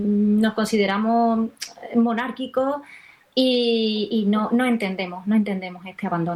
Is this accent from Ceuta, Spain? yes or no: yes; Ceuta, Spain; una ciudad como es la de Ceuta, una ciudad española hasta la médula, una ciudad que tal vez por nuestra situación de extrapeninsularidad nos sentimos más españoles que incluso los peninsulares, que amamos nuestra bandera, nos consideramos monárquicos.